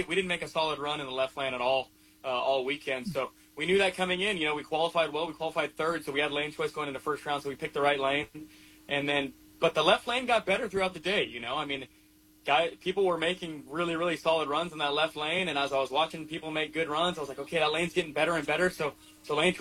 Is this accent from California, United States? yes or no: no; Georgia, United States; I get to come to Georgia. I get to drive down here in my home state, and it definitely felt like home field advantage.